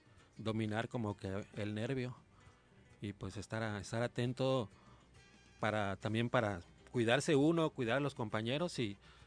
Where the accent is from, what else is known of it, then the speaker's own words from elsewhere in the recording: Acapulco, Guerrero, Mexico; born there; somos de aquí, acapulqueños, venimos de la Costa